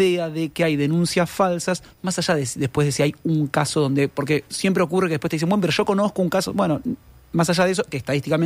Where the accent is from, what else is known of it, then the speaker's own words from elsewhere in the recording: Argentina; no es porque soy argentino